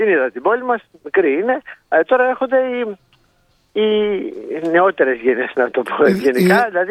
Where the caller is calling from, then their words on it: Alexandroupoli, Eastern Macedonia and Thrace, Greece